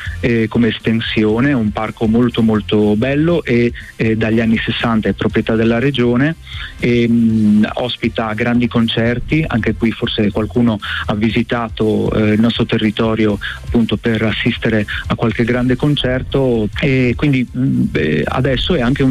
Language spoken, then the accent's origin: Italian; Friuli-Venezia Giulia, Italy; noi guardando dalla nostra parte noi siamo di Cada Laghe, ma uno di Pordenone potrebbe dire la stessa cosa. Noi siamo insomma a metà strada, ripeto, fra Udine e Pordenone